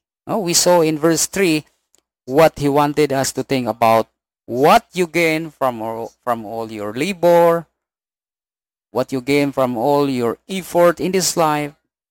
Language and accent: English; Mindanao, Philippines; where I grew up here in Mindanao